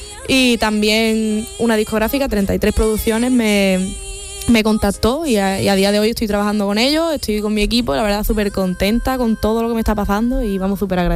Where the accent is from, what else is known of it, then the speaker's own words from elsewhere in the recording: Cádiz, Andalusia, Spain; Soy de Cádiz, entonces no me queda de otra. Es obligatorio.